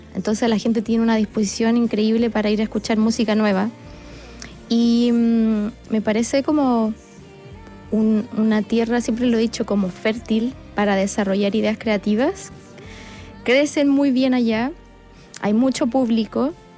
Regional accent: Valdivia, Los Ríos, Chile; Sí, mi ciudad natal.

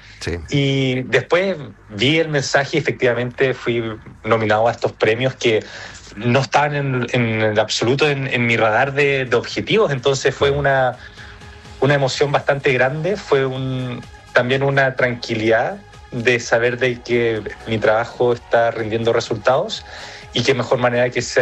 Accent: Chile; born there; also born or lived in United States; nací en Estados Unidos, pasé mis primeros años allá, pero ya. Mi familia es chilena, yo soy chileno, todo ya. Mi entorno es chileno, así que más chileno que los porotos imposible, solamente nací allá.

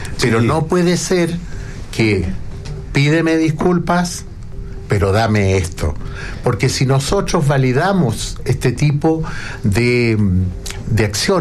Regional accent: Magallanes and Chilean Antarctica, Chile; yo soy magallánico, igual que el senador Cusano

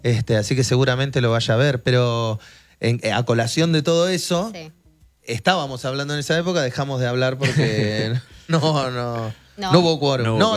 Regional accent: Argentina; Siendo argentino y en la Argentina hago todos los shows que salgan.

